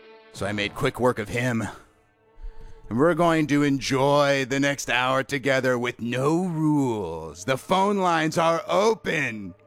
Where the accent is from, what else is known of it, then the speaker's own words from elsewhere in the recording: Philadelphia, Pennsylvania, United States; now in Australia; I'm from Philly, just like Dylan, but I live in Australia now.